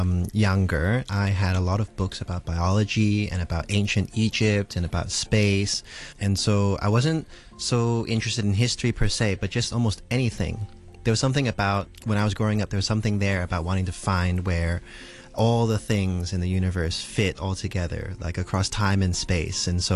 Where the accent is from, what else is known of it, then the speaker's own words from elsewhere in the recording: Hong Kong; So growing up in Hong Kong was a huge influence on becoming who I am today.